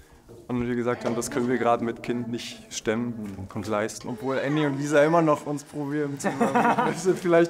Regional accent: Frankfurt, Hesse, Germany; now in Bremen, Germany; Ursprünglich komme ich genauso wie Henny aus Frankfurt und jetzt mit der Familie seit 8 Jahren, glaube ich, in Bremen.

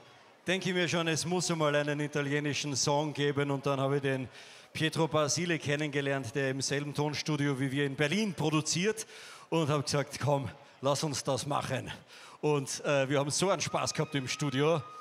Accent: Austria; Viel italienische Musik bei uns im Süden Österreichs, immer im Radio

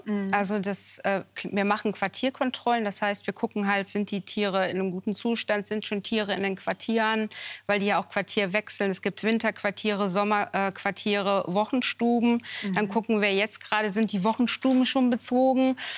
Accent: Cologne, North Rhine-Westphalia, Germany; born or raised there

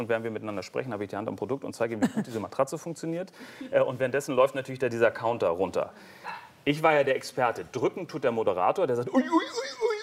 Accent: North Rhine-Westphalia, Germany; Und ich habe ja einen Großteil meiner Kindheit auf dem Bauernhof in Westfalen verbracht, wo meine Mutter herkommt.

